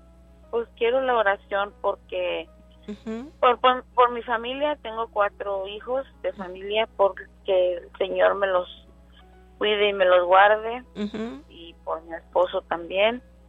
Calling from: Harlingen, Texas, United States; De Harlingen

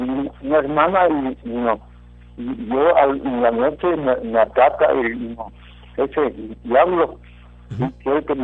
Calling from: Matamoros, Tamaulipas, Mexico; De Matamoros.

